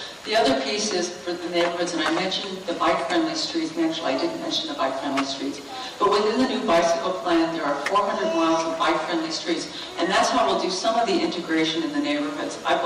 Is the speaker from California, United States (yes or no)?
yes; Torrance, California, United States; I grew up here, and I grew up in Torrance.